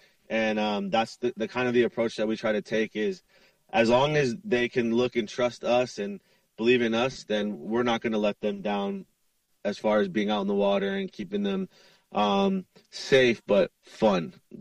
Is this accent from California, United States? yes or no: no; Makaha, Hawaii, United States; And growing up in Makaha and seeing these guys use literally anything to surf, from a piece of wood, railroad ties cut down and strapped together